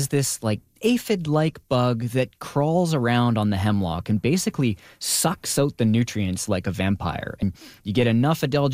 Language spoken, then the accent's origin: English; Prince George, British Columbia, Canada; So as a kid growing up in my hometown of Prince George, I just remember looking around and seeing more and more and more trees dying